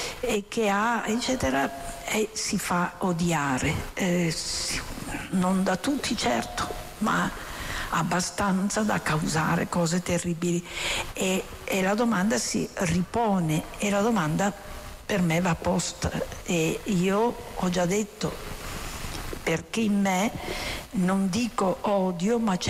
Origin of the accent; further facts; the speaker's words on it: Vicenza, Veneto, Italy; now in Milan, Italy; alla periferia della mia città natale, io vivo a Milano ma sono originaria di Vicenza